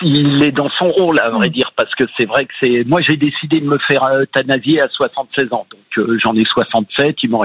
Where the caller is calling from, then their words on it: Occitanie, France; De l'Aveyron.